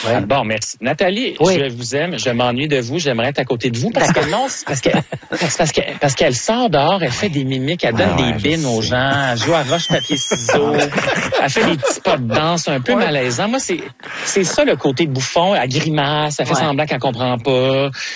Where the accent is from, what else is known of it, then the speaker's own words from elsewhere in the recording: Quebec, Canada; on est Québécois